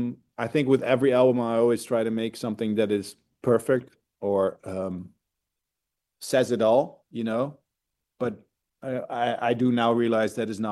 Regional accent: Netherlands; And although we sing in English, but we are from Holland, it's very a big part of who we are, of course.

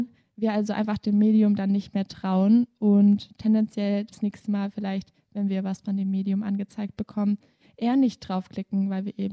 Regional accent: Swabia, Germany; Wir sind ja auch Schwaben.

